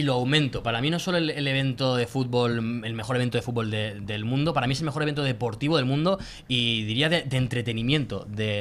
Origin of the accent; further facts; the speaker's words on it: Pamplona, Navarre, Spain; born there; also born or lived in Alicante; Yo en ese momento ya vivía en Alicante, pero muchos saben que yo soy nacido en Pamplona.